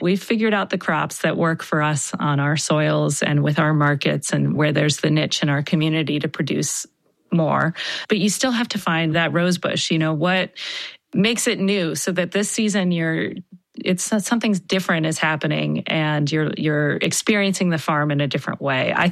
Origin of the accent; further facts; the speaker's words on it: Baltimore, Maryland, United States; You know, I'm from Baltimore and it's like, oh gosh, who's that famous poet that's...